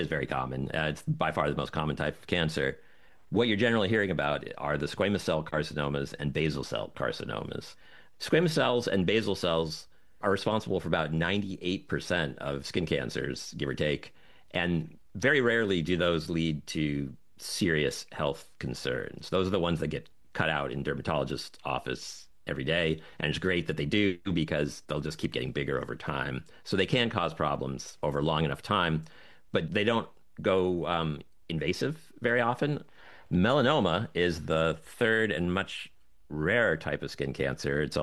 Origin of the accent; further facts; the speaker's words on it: Florida, United States; Like, I grew up in Florida in the 80s, and 90s.